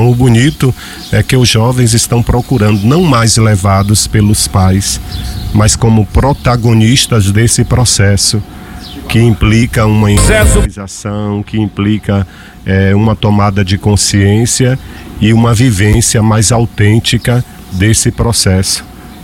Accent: Jequié, Bahia, Brazil; Eu cresci ouvindo na minha terra, em Jequié

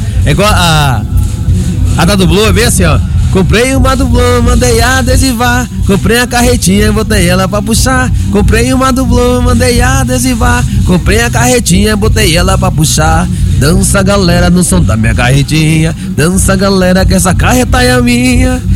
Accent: Serra do Ramalho, Bahia, Brazil; quando eu cheguei de Minópolis, eu tive orgulho de falar assim, eu sou de Serra do Ramalho, cara. Eu tinha orgulho de falar assim, eu sou Serra Ramalhense.

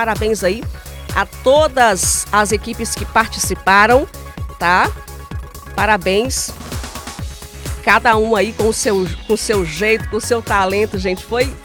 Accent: Carinhanha, Bahia, Brazil; da nossa cidade, dessa cidade que eu amo, né, minha terra natal, amo! Pensa na pessoa que ama Carinhanha, sou eu

